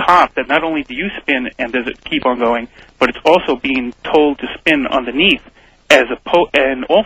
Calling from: Hanksville, New York, United States; from Hanksville, Long Island.

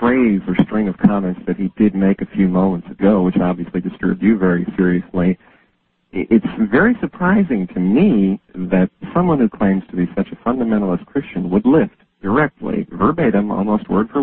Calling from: Tennessee, United States; near Nashville

